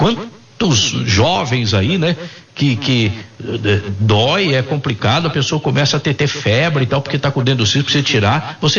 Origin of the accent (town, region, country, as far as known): Minas Gerais, Brazil; born there